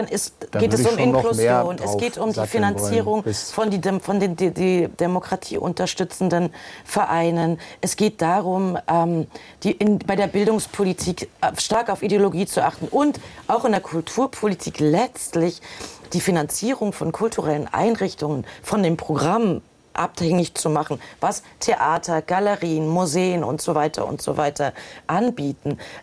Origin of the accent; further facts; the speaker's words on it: East Germany, Germany; Ich komme aus der DDR. Das erinnert mich sehr an DDR 1 und DDR 2.